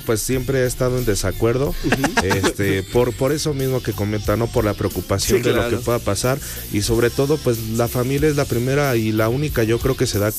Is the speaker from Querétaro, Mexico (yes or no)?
yes; Querétaro, Mexico; porque en Querétaro, pues yo soy originario de Querétaro